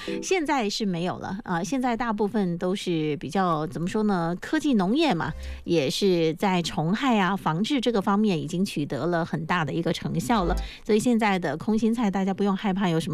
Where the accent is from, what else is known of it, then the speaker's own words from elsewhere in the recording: Fujian, China; 花生呢，对于我们闽南人来说啊，它是非常重要的一种产物。